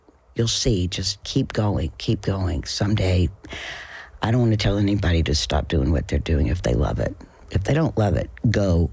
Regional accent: Knoxville, Tennessee, United States; I grew up doing theater as a kid. The university in my hometown, Knoxville, had a really fabulous theater program.

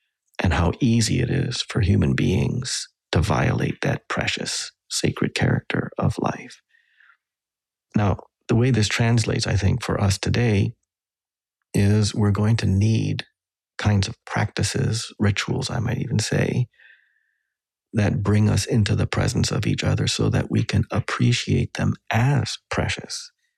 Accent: Western Canada, Canada; because I grew up with him in Western Canada.

